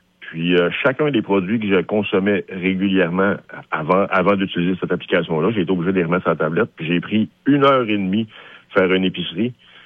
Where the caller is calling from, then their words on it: Lac-Saint-Jean, Quebec, Canada; moi, je suis au Lac-Saint-Jean.